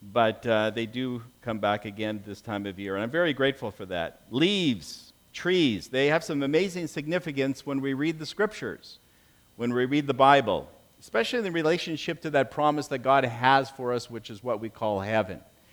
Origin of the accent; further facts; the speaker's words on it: Canada; moved away; I come from Canada.